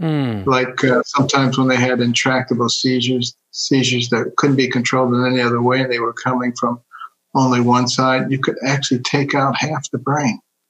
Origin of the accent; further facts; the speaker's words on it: Detroit, Michigan, United States; also born or lived in Boston, United States; I grew up in Detroit.